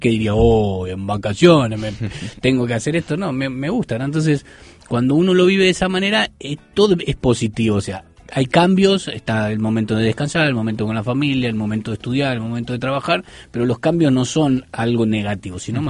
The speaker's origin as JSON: {"language": "Spanish", "country": "Argentina", "said": "Sí, bueno, claro, nosotros, acá yo pensé que no me iba a acostumbrar, pero sí me he acostumbrado. Pero en Argentina uno se acuesta 10:30, 11"}